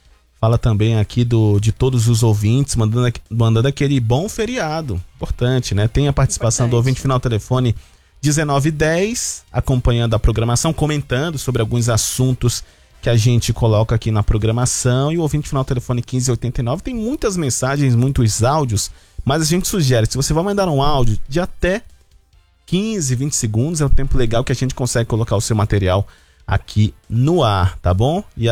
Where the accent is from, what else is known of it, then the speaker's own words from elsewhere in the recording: Manaus, Amazonas, Brazil; Graus lá na minha terra. Nossa.